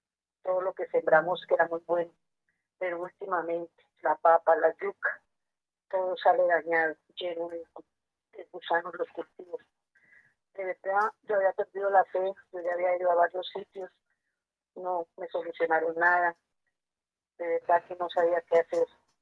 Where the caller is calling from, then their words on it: Samacá, Boyacá, Colombia; Su merced, yo lo estoy llamando aquí de Samacá, Boyacá.